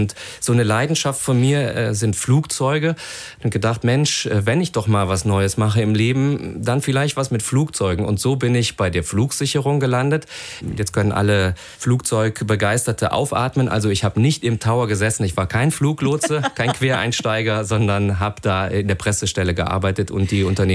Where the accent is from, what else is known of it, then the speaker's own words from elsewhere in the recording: Hergenrath, Wallonia, Belgium; Ja, die dreht tatsächlich um mein Heimatdorf Hergenrath. Dort gibt es eine Bahntrasse, also die von Lüttich nach Aachen führt.